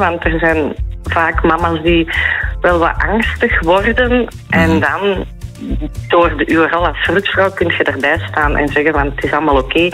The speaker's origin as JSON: {"language": "Dutch", "region": "Flanders", "country": "Belgium", "lives_now": "Ostend, Belgium", "said": "Ik ben uit de Kempen afkomstig en ik ben verhuisd naar Oostende om daar vroedvrouw te zijn op wat het mooiste verloskamer van het land was."}